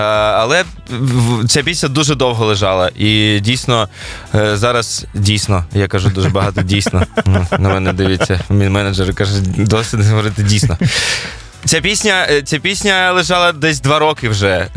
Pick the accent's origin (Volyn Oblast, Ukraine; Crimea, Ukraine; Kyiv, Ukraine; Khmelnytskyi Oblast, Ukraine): Kyiv, Ukraine; я такий виріс в спальних районах, я народився і виріс на Троєщині, а потім уже переїхав на Оболонь